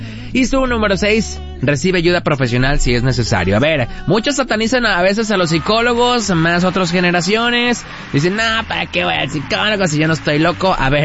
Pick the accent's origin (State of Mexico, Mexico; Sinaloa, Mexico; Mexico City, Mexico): Sinaloa, Mexico; Quilá; Saluditos hasta mi tierra, Quilá, bonito de allá, me encanta.